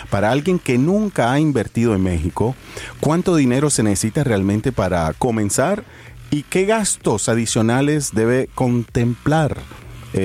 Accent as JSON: {"language": "French", "region": "Quebec", "country": "Canada", "accent": "Québécois (Keb)", "said": "Avec mon gros accent Keb"}